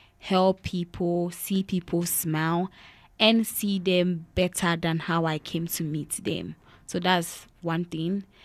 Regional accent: Ghana; moved away as an adult; now in Colorado, United States

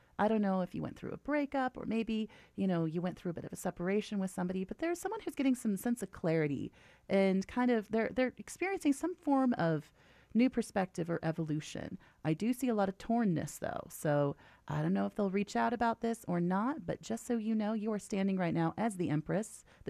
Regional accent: Tennessee, United States; now in Colorado, United States; I'm originally from Tennessee. I love Chicago.

